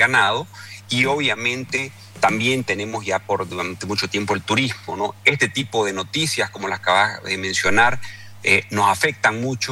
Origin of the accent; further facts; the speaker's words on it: San Ignacio de Velasco, Santa Cruz, Bolivia; San Ignacio, apostamos por la producción, somos el polo agrícola, yo creo, de Bolivia en este. Siempre hemos sido el polo, uno de los polos pecuarios, por eso somos la capital del Cebú.